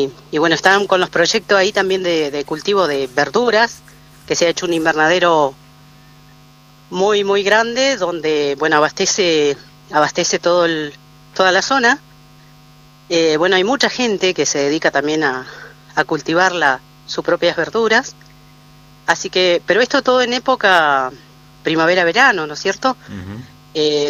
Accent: Río Chico, Argentina; yo soy de Río Chico, vivo allá, y bueno, ahora por razones de salud andaba por la ciudad.

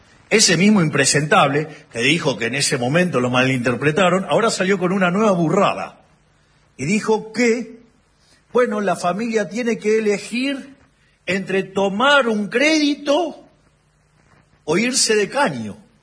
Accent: Argentina; nosotros que somos tan argentinos

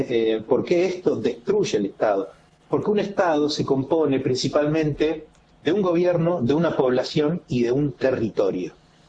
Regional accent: Argentina; Que es lo que somos los argentinos.

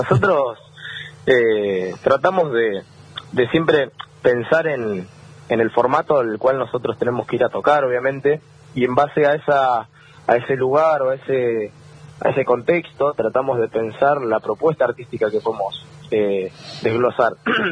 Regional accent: Bahía Blanca, Buenos Aires Province, Argentina; now in Buenos Aires, Argentina; yo soy oriundo de acá, de Bahía Blanca. Actualmente vivo en Capital Federal.

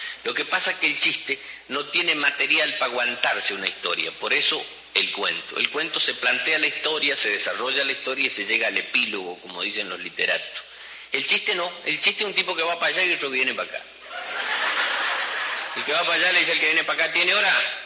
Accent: Chaco, Argentina; ya que no soy yo de Buenos Aires, sino yo soy de una provincia, se llama Chaco, que está en el noreste.

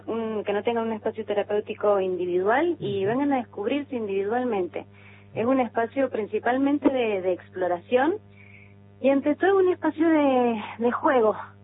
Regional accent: San Juan, Argentina; now in Córdoba, Argentina; yo soy sanjuanina, pero vivo en Córdoba hace mucho tiempo

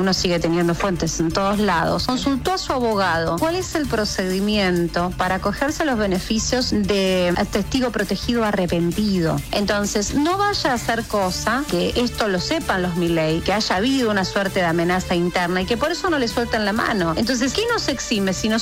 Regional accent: Argentina; los argentinos

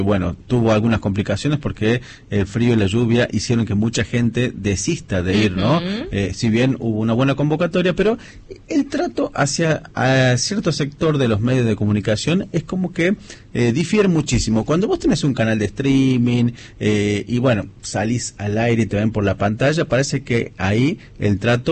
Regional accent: Tucumán, Argentina; como muchos tucumanos y tucumanas, en la casa

